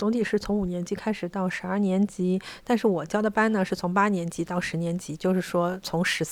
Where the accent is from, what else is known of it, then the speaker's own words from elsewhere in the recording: Nanjing, Jiangsu, China; moved away as an adult; now in Leipzig, Germany; 然后我来自中国南京，南京正好是莱比锡的友好城市。我从2021年开始在这边任教，做中文老师。